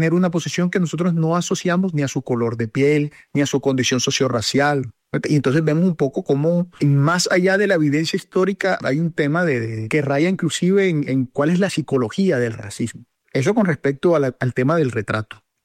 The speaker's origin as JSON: {"language": "Spanish", "town": "Cartagena", "region": "Bolívar", "country": "Colombia", "said": "En el caso concreto de ciudades como Cartagena, por ejemplo, la ciudad de donde yo soy"}